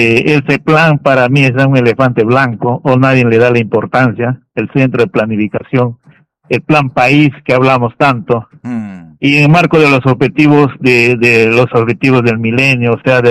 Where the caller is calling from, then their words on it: La Banda, Peru; yo vivo en La Banda